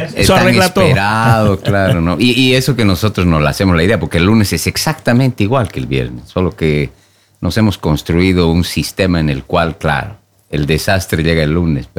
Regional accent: Sucre, Chuquisaca, Bolivia; moved away as an adult; now in Oslo, Norway; De Sucre, Bolivia, sí.

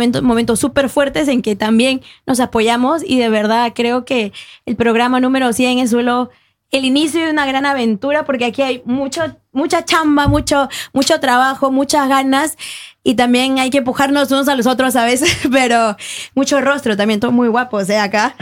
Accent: Peru; moved away

